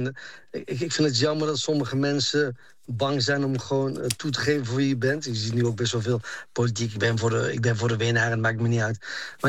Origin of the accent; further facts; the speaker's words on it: Netherlands; now in Belgium; Want ik ben weliswaar geboren in Nederland. Ik ben hier opgegroeid. Je hoort het aan me. Ik praat gewoon Nederlands.